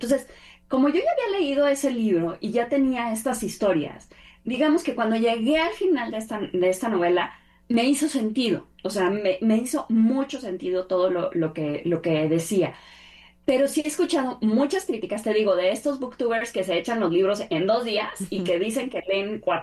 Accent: Mexico; a mí, como mexicana, me pareció un cierre muy coherente.

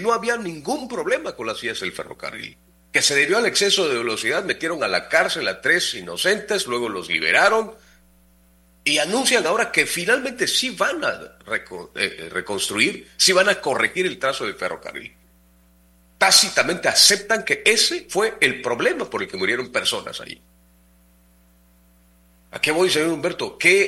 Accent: Mexico; todas las aspiraciones que tenemos como mexicanos?

